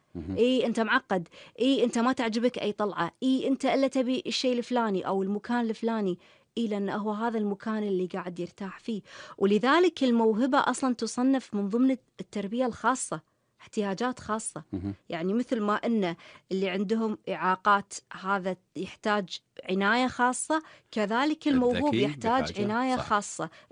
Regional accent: Kuwait; طبعا هذه ما تصير عندنا بالكويت

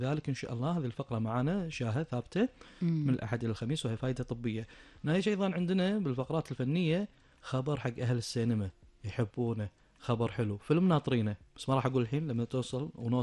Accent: Kuwait

